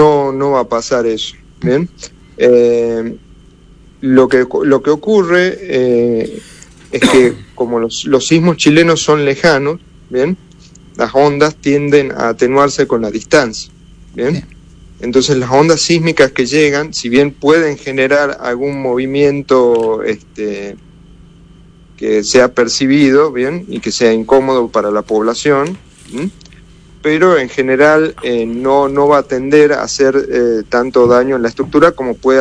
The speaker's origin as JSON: {"language": "Spanish", "region": "Tucumán", "country": "Argentina", "said": "yo no nací ni en San Juan ni en Mendoza, yo soy tucumán."}